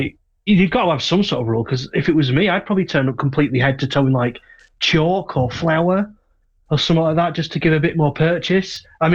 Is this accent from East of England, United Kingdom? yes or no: no; Blackpool, North West England, United Kingdom; moved away; I'm originally from Blackpool